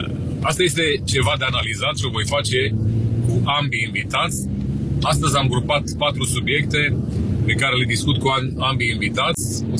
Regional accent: Romania; noi ca români într-un stat român

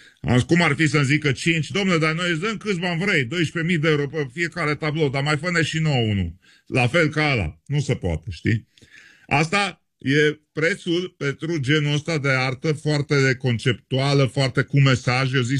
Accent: Bistrița, Bistrița-Năsăud, Romania; eu sunt un prost din Bistrița

